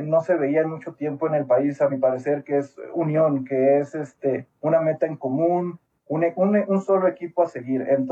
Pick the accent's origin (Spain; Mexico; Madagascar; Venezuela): Mexico; creo que como mexicanos nos caracterizamos por expresar estas emoc